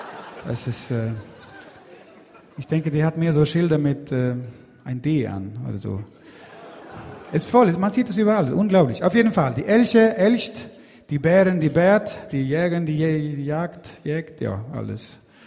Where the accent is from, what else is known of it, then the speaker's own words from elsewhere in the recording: Värmland, Sweden; now in Germany; dann schicke ich gerne ein kleines Ding mit von meiner Heimat in Schweden, das heißt Värmland.